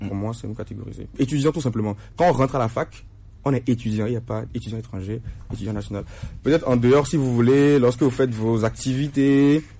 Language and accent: French; Togo; now in France; Quelle est la responsabilité de mon pays d'origine? Quand je prends mon pays, le Togo.